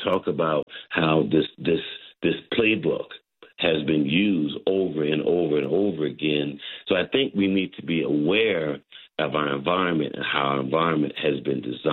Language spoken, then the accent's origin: English; Oklahoma, United States; I'm from Oklahoma